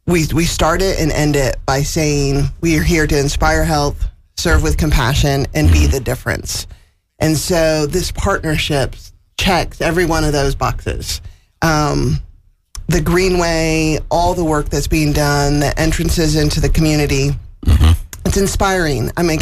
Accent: New York, United States; moved away as an adult; I got here via upstate New York 22 years ago.

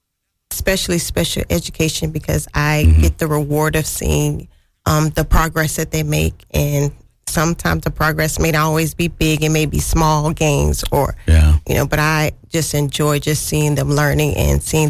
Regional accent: Miami, Florida, United States; now in Sumter, United States; I'm from Miami, Florida.

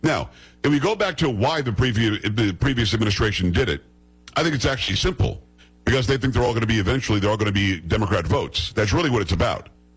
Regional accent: Florida, United States; I grew up in South Florida, as I say all the time.

